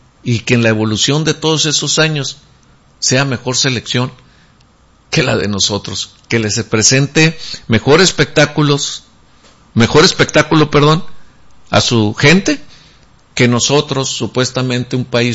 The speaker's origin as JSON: {"language": "Spanish", "country": "Mexico"}